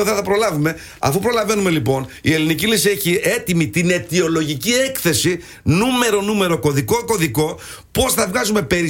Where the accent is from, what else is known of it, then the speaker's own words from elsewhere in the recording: Germany; now in Greece; γιατί εγώ μεγάλωσα στη Γερμανία, γνωρίζω τη Γερμανία αρκετά καλά